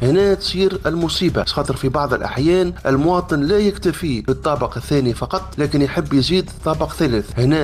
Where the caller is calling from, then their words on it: Tunisia; أنا مواطن تونسي بصفتي مهندس